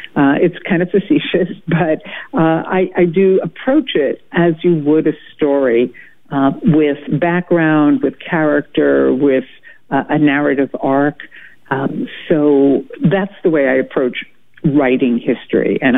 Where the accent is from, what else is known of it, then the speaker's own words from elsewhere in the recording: New York City, New York, United States; I actually grew up in New York City, far from the places I write about in Spell of Freedom.